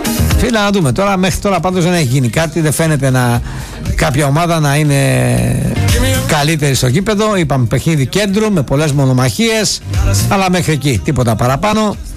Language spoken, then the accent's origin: Greek; Chalkida, Central Greece, Greece; γιατί και εγώ Χαλκιδέος είμαι. Είμαι έξω από τη Λάμψακο, στο χωριό Άγιος Νικόλαος, στο Μπούρτζι είναι τα Πεθερικά.